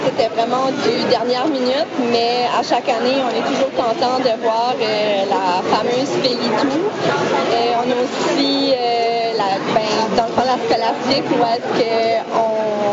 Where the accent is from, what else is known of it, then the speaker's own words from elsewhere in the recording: New Brunswick, Canada; moved away as an adult; now in Moncton, Canada; originaire de la péninsule acadienne, à Moncton environ depuis une quinzaine d'années.